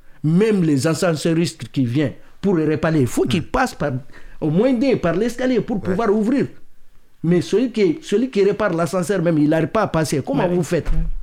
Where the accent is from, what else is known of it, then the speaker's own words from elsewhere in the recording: Mali; Lui, il est montagnais, lui, il est sénégalais, moi, je suis malien.